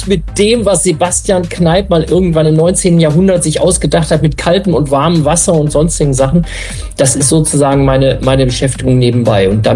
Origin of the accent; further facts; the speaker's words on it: Mülheim an der Ruhr, North Rhine-Westphalia, Germany; born there; now in Berlin, Germany; Ich komme aus Mülheim an der Ruhr, da bin ich tatsächlich mal geboren. Da komme ich her, aber da bin ich natürlich schon lange nicht mehr. Sondern ich bin tatsächlich, wie ihr schon gesagt habt, ich bin in Berlin